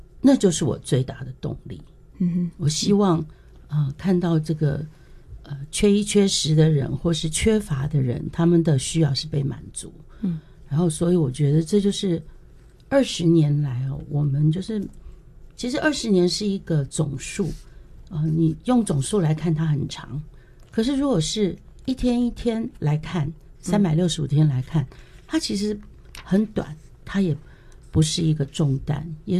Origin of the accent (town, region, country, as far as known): Taiwan